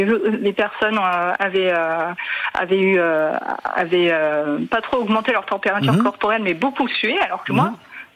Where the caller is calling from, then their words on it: Nantes, Pays de la Loire, France; J'appelle de Nantes, dans le point chaud de la chaleur.